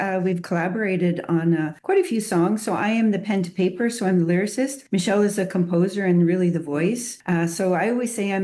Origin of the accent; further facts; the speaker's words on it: Muskeg Lake Cree Nation, Saskatchewan, Canada; I'm a proud Cree from Muskeg Lake Cree Nation. … so my family goes back hundreds of years in that specific region.